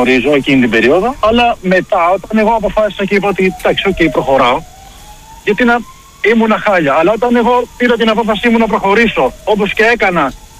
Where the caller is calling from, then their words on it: Volos, Thessaly, Greece; είμαι από Βόλο.